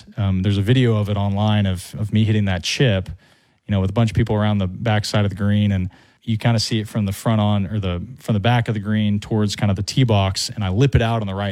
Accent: Tulsa, Oklahoma, United States; For all places, being in Tulsa, Oklahoma, which is my hometown

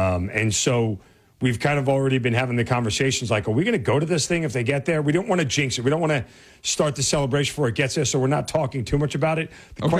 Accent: New York, United States; now in Atlanta, United States; Obviously, I'm from New York. It's where I grew up. I live in Atlanta now

